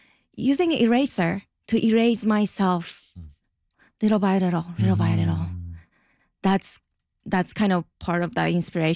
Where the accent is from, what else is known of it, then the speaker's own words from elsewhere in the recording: Japan; English is a second language; moved away as an adult; After 1 year later, it still sounds like I'm from Japan.